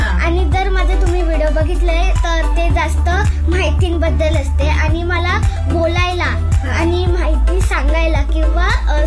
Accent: Aravali, Maharashtra, India; born or raised there

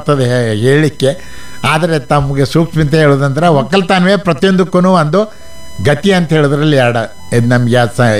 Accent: Karnataka, India; ನನ್ನ ಹುಟ್ಟು ಅಥಣಿ ತಾಲೂಕು, ಒಂದು ಸಣ್ಣ ಒಂದು ಗ್ರಾಮ, ಅದು ಬಳವಾಡ ಅಂಥೇಳಿ, ಅಥಣಿ ತಾಲೂಕಿದೆ ಸರ್. ನಂದು 1953 ನಾನು ಜನ್ಮ ಆಯಿತು. ಆಮೇಲೆ ಬಾಲ್ಯ ಜೀವನ ಎಲ್ಲ ನಮ್ಮ ಊರಲ್ಲಿ ಕಳೆದೀವಿ.

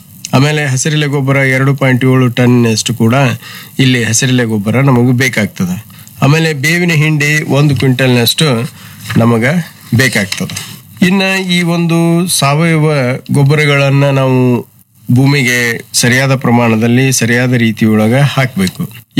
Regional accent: Karnataka, India; ನಮ್ಮ ಉತ್ತರ ಕರ್ನಾಟಕದ ಧಾರವಾಡ ಗದಗ ಹಾಗೂ ಹಾವೇರಿ ಜಿಲ್ಲೆಗಳಲ್ಲಿ

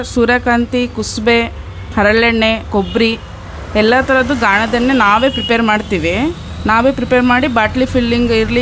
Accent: Tarikere, Karnataka, India; born there; ನಾನು ಹುಟ್ಟಿದ್ದು ತರೀಕೆರೆ ಎಂಬ ಹಾಸ್ಪಿಟಲ್ ಅಲ್ಲಿ ಹುಟ್ಟಿದ್ದು.

